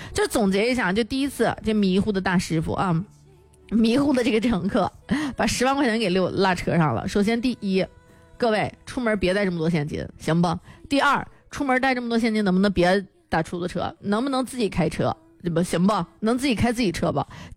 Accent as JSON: {"language": "Chinese", "region": "Henan", "country": "China", "said": "俺们河南人啊，这个河南老乡儿啊"}